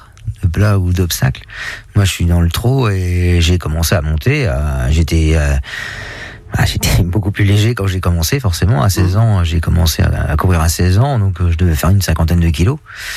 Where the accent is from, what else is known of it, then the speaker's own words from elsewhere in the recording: Avranches, Normandy, France; Je suis né à Avranches déjà. Mmh. Mes parents étaient de la Manche, donc j'ai passé toute mon enfance ici.